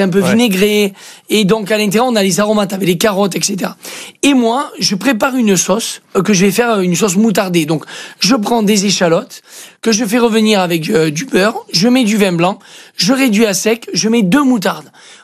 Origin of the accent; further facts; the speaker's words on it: Switzerland; Moi non plus, oui, mais parce que moi, vous savez, moi je suis suisse.